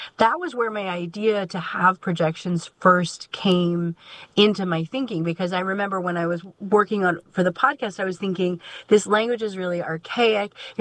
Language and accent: English; Washington, District of Columbia, United States; I'm from Washington, D.C.